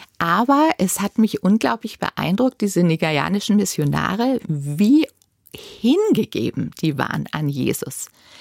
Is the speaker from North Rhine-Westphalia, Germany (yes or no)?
no; Bavaria, Germany; moved away; ich bin in Bayern aufgewachsen